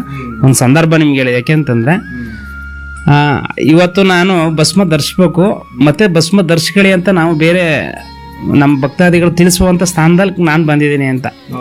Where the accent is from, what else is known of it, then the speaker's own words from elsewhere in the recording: Navilur, Karnataka, India; ನಾವು ನಂಜನಗೂರು ತಾಲೂಕು ನವಿಲೂರು ಗ್ರಾಮದಲ್ಲಿ ಜನಿಸಿದ್ದು. ಪೂರ್ವಾಶ್ರಮ ನವಿಲೂರಲ್ಲಿದೆ.